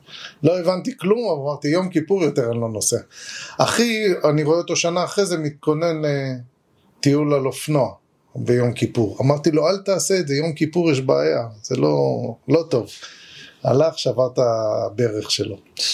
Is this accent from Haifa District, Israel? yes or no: no; Jerusalem, Jerusalem District, Israel; כן, אני מזרחי ירושלמי, והיא מזרחי הצפתי.